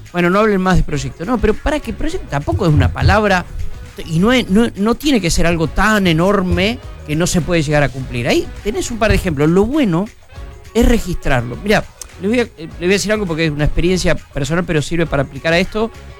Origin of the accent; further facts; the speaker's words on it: Puan, Buenos Aires Province, Argentina; moved away; Yo el sábado estaba viajando muy temprano para mi pueblo, para Puan, ¿no?